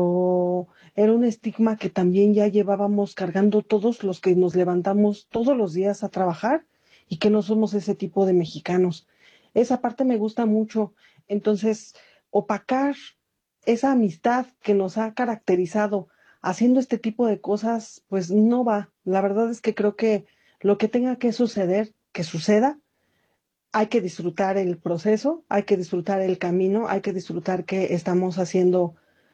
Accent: Mexico; Hacer estos desmanes pues nos deja mal parados y aparte de todo, pues una mala imagen como mexicanos.

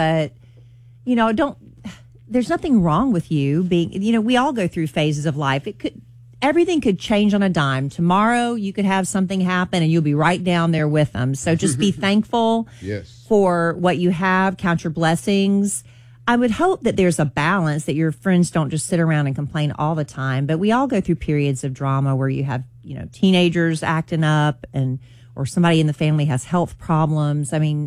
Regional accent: United States; born there

